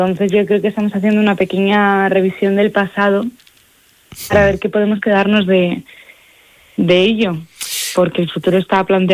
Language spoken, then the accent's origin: Spanish; Catalonia, Spain; Soy un poquito charra. Sí. Soy también catalana, lo cual